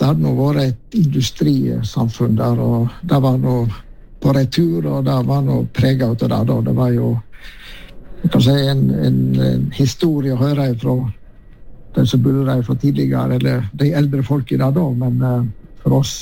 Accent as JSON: {"language": "Norwegian", "area": "Kinsedal, Luster", "region": "Vestland", "country": "Norway", "tie": "born or raised there", "moved": "yes", "said": "jeg vokste opp i Kinsedal, en liten grend på Sørsida, så Lustringene kanskje ikke alle kjenner, men det var jo der jeg hadde min første år"}